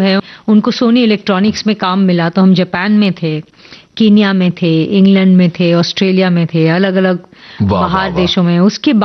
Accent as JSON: {"language": "Hindi", "town": "Pune", "region": "Maharashtra", "country": "India", "tie": "born there", "said": "मैं एक्चुअली पुणे में पैदा हुई थी"}